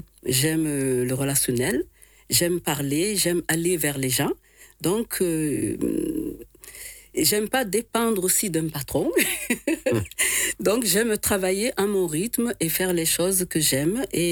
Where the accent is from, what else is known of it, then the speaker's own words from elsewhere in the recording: Marseille, Provence-Alpes-Côte d'Azur, France; moved away as an adult; also born or lived in Dakar, Senegal; now in Nîmes, France; Dakar, c'est la capitale du Sénégal. Donc j'y suis née, bon, j'ai grandi à Marseille et je suis arrivée à Nîmes en 2010.